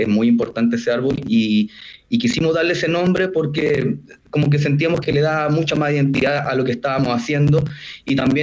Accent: Santiago, Santiago Metropolitan Region, Chile; soy de Santiago

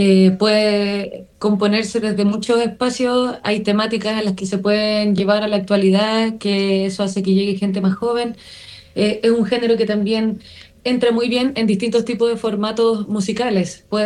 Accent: Punta Arenas, Magallanes and Chilean Antarctica, Chile; now in Santiago, Chile; yo la verdad soy de Punta Arenas toda la vida, pero vivo en la capital actualmente

